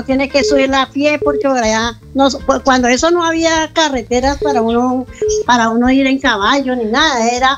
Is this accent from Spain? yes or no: no; Tolima, Colombia; yo que me crié en los Altos de Gualanday, yo salía todos los domingos hasta a Gualanday